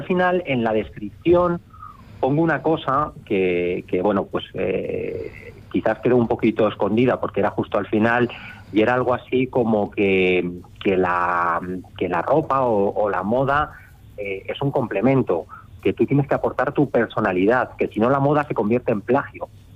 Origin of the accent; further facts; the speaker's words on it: Manzanares, Castilla-La Mancha, Spain; Manzanares, que es mi pueblo.